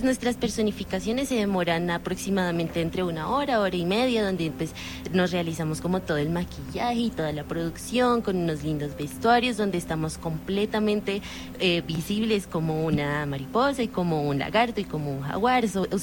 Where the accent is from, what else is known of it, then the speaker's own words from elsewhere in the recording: Colombia; Así como nos unimos hace poco como colombianos para las catástrofes que acabaron de suceder